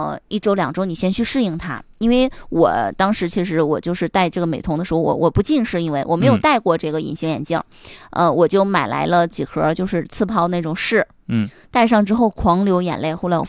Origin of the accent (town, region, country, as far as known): China